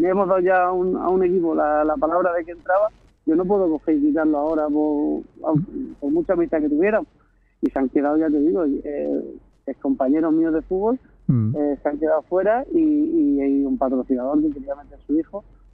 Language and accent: Spanish; Cáceres, Extremadura, Spain; moved away; yo soy de allí de Cáceres